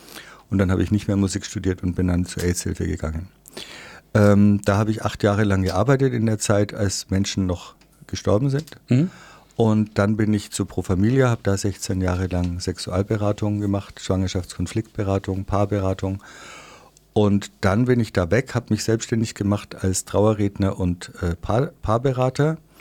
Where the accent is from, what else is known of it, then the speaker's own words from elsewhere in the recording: Bavaria, Germany; Ich komme aus der Oberpfalz, das habe ich schon erzählt.